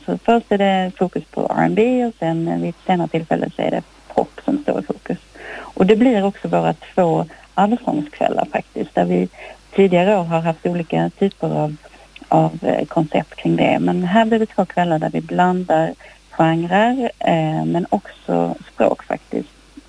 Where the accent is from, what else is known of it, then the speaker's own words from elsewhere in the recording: Malmö, Skåne, Sweden; jag är ju Malmöbo, bott här hela mitt liv